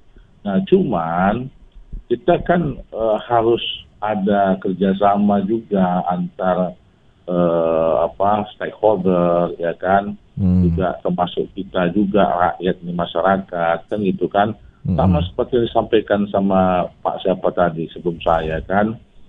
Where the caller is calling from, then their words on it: Medan, North Sumatra, Indonesia; kalau saya sebagai anak Medan ini